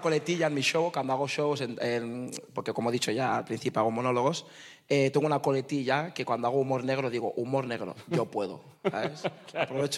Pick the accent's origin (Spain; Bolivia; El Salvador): Spain; Mataró, Catalonia; Hola, soy de Mataró, de toda la vida. Lo poco de catalán que tenemos que hablar, yo lo voy a aprovechar. Soy de aquí, de toda la vida.